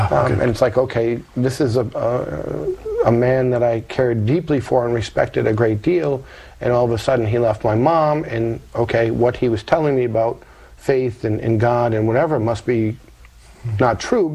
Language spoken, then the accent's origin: English; Rhode Island, United States; Well, I was brought up Catholic in Rhode Island, one of five children of my parents